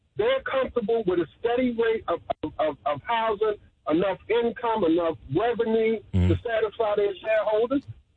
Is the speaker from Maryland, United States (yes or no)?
yes; Baltimore, Maryland, United States; I love Baltimore. It's my hometown